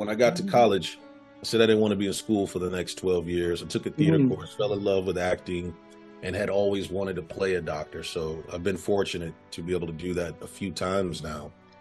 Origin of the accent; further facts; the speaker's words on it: San Antonio, Texas, United States; I grew up in San Antonio, Texas. Went to New Creation Christian Fellowship, and they prayed over me before I made the move to California.